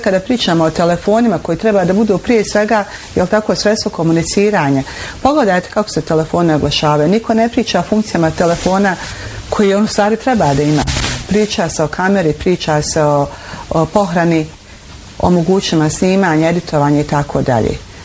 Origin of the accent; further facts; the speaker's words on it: Bosnia & Herzegovina; Znate, mi smo Bosanci, ja ne znam, jedan narod poput našeg da voli, mi smo vesel narod, srdačan